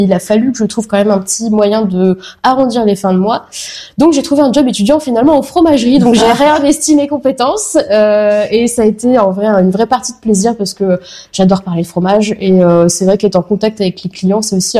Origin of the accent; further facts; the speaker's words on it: Coulommiers, Île-de-France, France; moved away as an adult; also born or lived in Paris; now in Brussels, Belgium; moi je suis originaire de la ville de Coulommiers, donc la ville du fromage. Donc je viens d'une famille fromagère